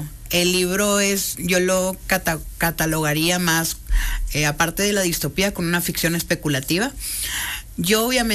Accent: Monterrey, Nuevo León, Mexico; Soy de Monterrey.

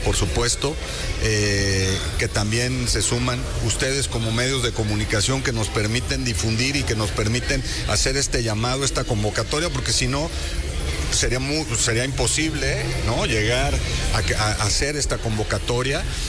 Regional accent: Mexico

